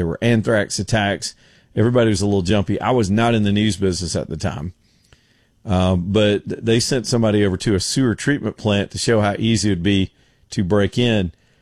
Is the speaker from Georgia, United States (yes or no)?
yes; Georgia, United States; I grew up near the West Point Dam. Over in, really, it's in Georgia, but it's close to the Alabama state line. I sort of grew up on the state line, and so we spent our whole life crisscrossing the dam